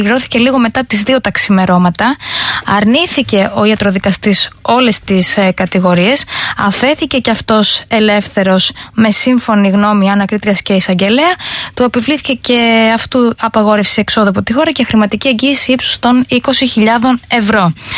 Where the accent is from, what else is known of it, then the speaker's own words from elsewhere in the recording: Spercheiada, Central Greece, Greece; Σπερχιάδα.